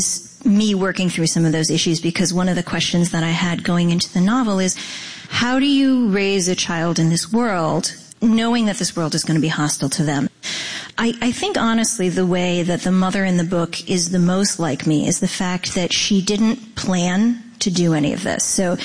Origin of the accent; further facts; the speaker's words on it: Pennsylvania, United States; born there; In my first elementary school, I was born outside of Pittsburgh, and I was one of two people of color.